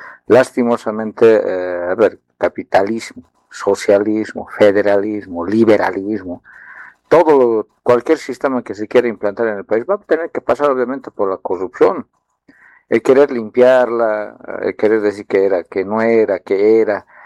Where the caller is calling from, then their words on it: São Paulo, Brazil; yo vivo en San Paulo, que es netamente capitalismo.